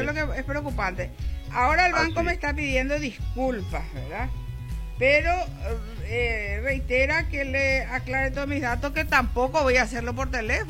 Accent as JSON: {"language": "Spanish", "region": "Concepción", "country": "Paraguay", "moved": "yes", "said": "como yo soy de Concepción"}